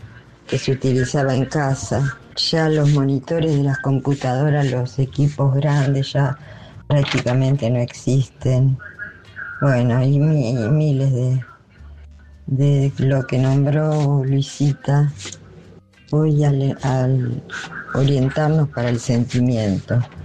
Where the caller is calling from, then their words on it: La Plata, Buenos Aires Province, Argentina; desde La Plata.